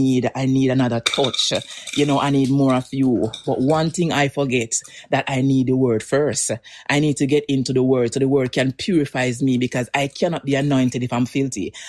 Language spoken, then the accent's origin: English; Jamaica; now in Newfoundland and Labrador, Canada; I am from Jamaica for sure, but I live in Newfoundland and Labrador, Canada.